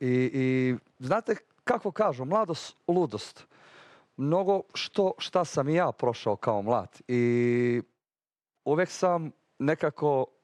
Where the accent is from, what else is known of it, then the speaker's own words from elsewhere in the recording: Stari Bar, Bar Municipality, Montenegro; Ja sam iz Starog Vara, tako da smo 70 km udaljeni.